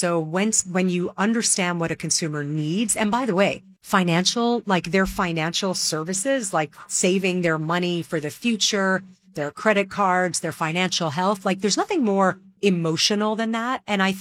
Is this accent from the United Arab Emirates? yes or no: yes; Dubai, United Arab Emirates; now in New York, United States; I'm originally Lebanese. I grew up in the Middle East in Dubai back when nobody really knew what the UAE was. And then my family immigrated to the US. And so now I live in New York with my husband and my daughter.